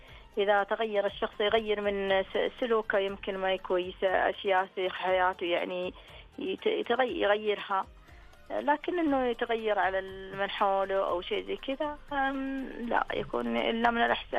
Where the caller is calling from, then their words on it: Taif, Makkah Province, Saudi Arabia; في الطايف.